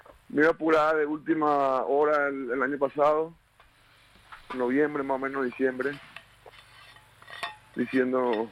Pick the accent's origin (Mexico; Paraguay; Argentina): Paraguay; Como a veces digo, somos los paraguayos, ¿verdad?